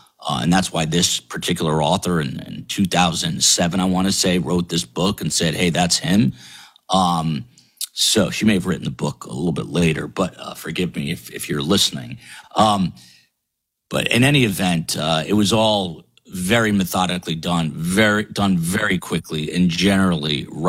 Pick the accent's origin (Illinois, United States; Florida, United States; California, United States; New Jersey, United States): New Jersey, United States; And I grew up in New Jersey, and I remember my parents taking me into Manhattan through the Lincoln Tunnel